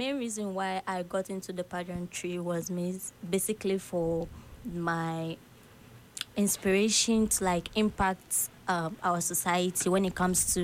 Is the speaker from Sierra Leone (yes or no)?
yes; Sierra Leone; moved away as an adult; now in Ghana; I'm from Sierra Leone.